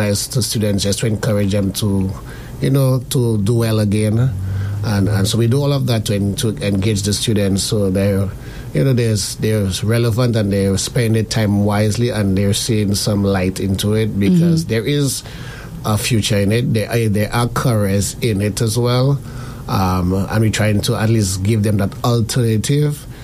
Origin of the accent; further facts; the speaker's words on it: Castries, St. Lucia; I'm from East Castries, I'm Marshall area, mm-hmm. Bishop's Gap.